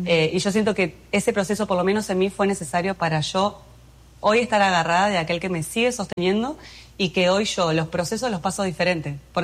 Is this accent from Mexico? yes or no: no; Argentina; moved away as an adult; now in Dominican Republic; Yo amo Argentina, me considero más argentina que el mate. Siempre dije, yo voy a nacer y morir en Argentina. Estudié ciencias políticas allá